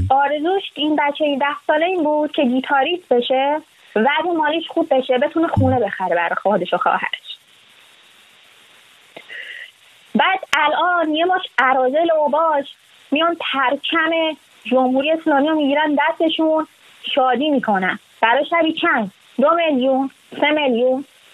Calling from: Shiraz, Fars, Iran; من از شیراز اومدم.

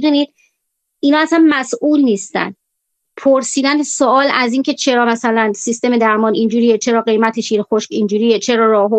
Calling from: Iran; نه من به عنوان یه ایرانی اصلا روانشناس نیستم.

